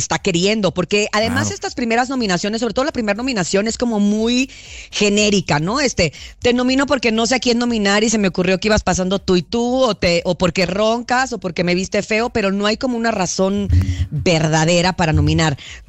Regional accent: Los Mochis, Sinaloa, Mexico; Soy originaria de Los Mochis, Sinaloa, tierra de grandes, grandes peloteros.

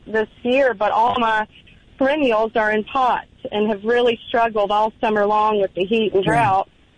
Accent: Memphis, Tennessee, United States; I'm from Memphis originally, so I'm still learning this soil too.

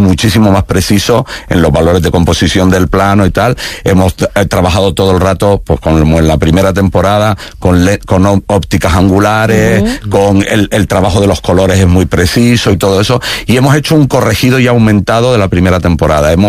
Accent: Canary Islands, Spain; debo ser como por canario, no sé, que somos carnavaleros y exagerados.

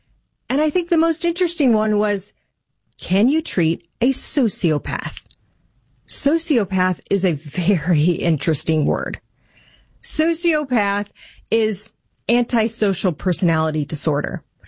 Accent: Michigan, United States; Michigan congressional candidate Michael Bouchard joins us on the political fight happening in my home state of Michigan.

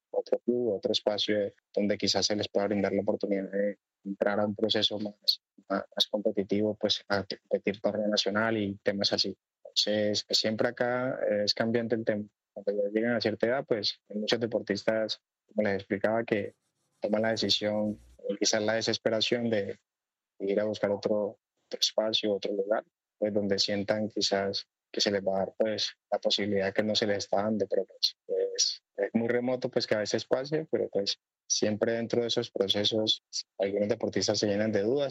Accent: Nariño, Colombia; moved away; Porque yo tenía un negocio en Bocate Satín en Nariño, que es la tierra de donde soy

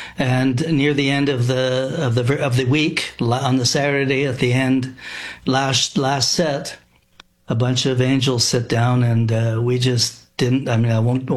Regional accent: Canada; Well, you know, I'm a Canadian boy. No one's interested in me.

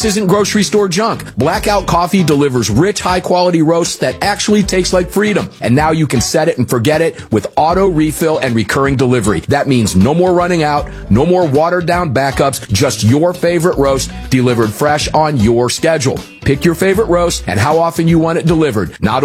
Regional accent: Ohio, United States; I grew up in the Ohio area where we had about 10 apple trees.

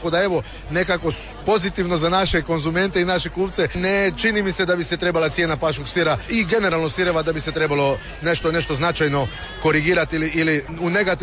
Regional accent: Croatia; kod nas na Pagu

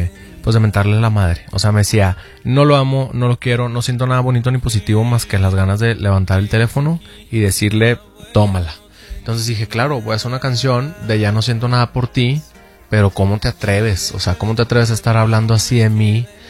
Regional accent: Monterrey, Nuevo León, Mexico; now in Mexico City, Mexico; yo soy de Monterrey. Allá sí hacen unos calorones.

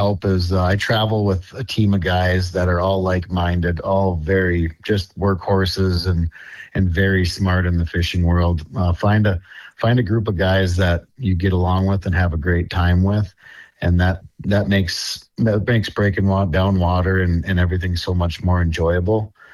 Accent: Grand Rapids, Michigan, United States; It's right here in my hometown, Raysport Marine Grand Rapids.

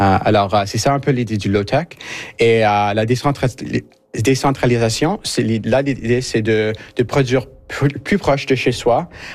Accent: Rustico, Prince Edward Island, Canada; also born or lived in British Columbia; Oui, alors je viens de l'île du Prince-Édouard, je viens de Rustico et j'ai commencé mes études à l'école francophone en Rustico Sud.

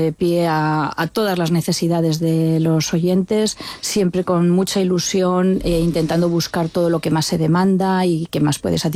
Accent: Spain; Bueno, ya sabes, somos españoles.

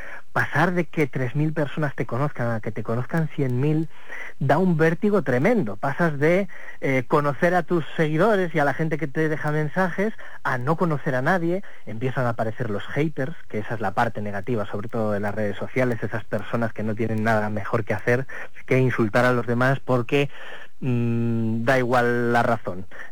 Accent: El Bierzo, Castile and León, Spain; moved away as an adult; now in Valladolid, Spain; allí en El Bierzo, de donde soy, hasta que llegué a Valladolid y con 20 años hice prácticas en la SER y aquí me he quedado

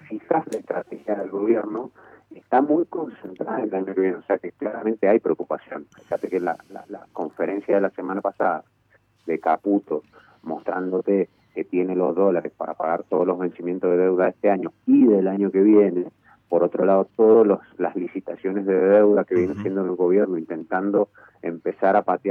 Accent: Argentina; somos todos los argentinos.

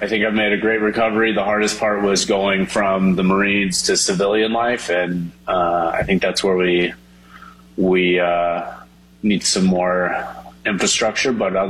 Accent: Oklahoma, United States; But, I grew up in Oklahoma.

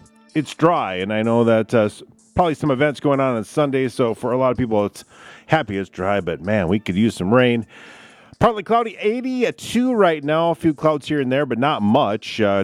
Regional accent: Barnesville, Minnesota, United States; potato days in Barnesville, my hometown

